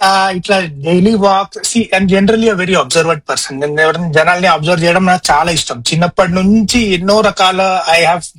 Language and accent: Telugu; Hyderabad, Telangana, India; So Hyderabad లో నేను పుట్టింది నారాయణగూడ, ఓకే, విఠల్వాడి నారాయణగూడ. అక్కడ ఒక 8-9, 9-10 ఇయర్స్ ఏజ్ వరకు అక్కడ ఉన్నా.